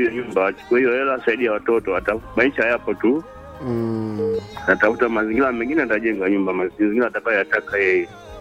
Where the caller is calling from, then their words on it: Mafinga, Iringa, Tanzania; kutoka Mafinga Yongole hapo.